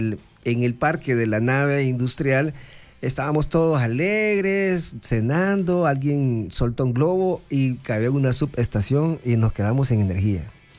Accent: El Salvador; como buen salvadoreño y como buen ser humano, le voy a hablar en modo salvadoreño

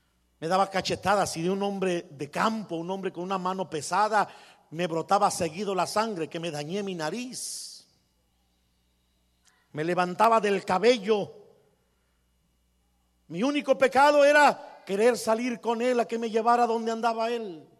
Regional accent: Guadalajara, Jalisco, Mexico; now in United States

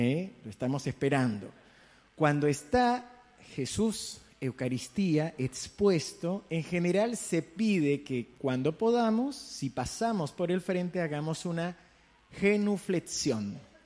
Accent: Colombia; Aquí no, pero en Colombia, vieron que yo soy colombiana.

